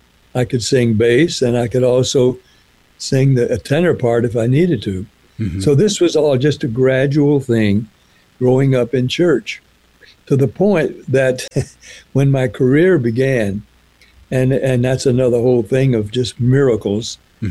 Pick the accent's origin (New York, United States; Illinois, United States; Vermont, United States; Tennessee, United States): Tennessee, United States; Nashville; also born or lived in Jacksonville, Florida; We had relatives in Florida, Jacksonville, where I was born in Jacksonville, raised in Nashville.